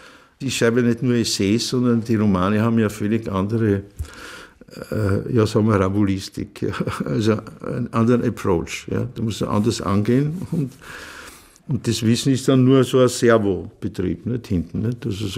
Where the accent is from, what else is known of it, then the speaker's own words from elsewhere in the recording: Vienna, Austria; das lernt man halt als Kind in Wien, nicht?